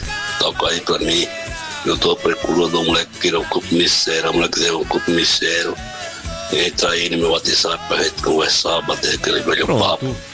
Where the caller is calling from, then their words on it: Junqueiro, Alagoas, Brazil; Sou aqui de Jonqueiro, Alagoas.